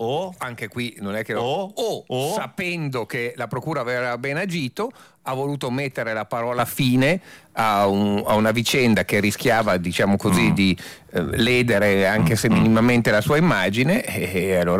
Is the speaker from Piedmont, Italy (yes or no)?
no; Milan, Lombardy, Italy; io da milanese temo per Milano una deriva alla Bologna, alla Torino.